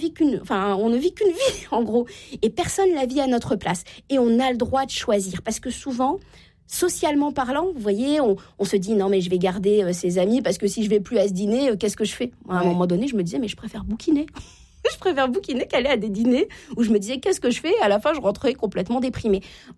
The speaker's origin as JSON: {"language": "French", "region": "Normandy", "country": "France"}